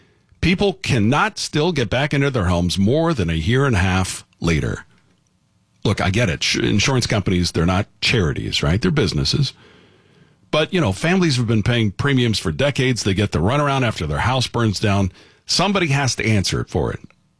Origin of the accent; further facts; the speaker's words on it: Florida, United States; now in California, United States; I come from Florida. I am well-versed in hurricane lore. That's what I grew up with.